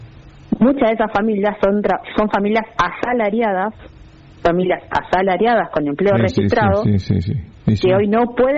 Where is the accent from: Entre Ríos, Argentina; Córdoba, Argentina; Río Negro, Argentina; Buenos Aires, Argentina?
Buenos Aires, Argentina; Somos bonaerenses.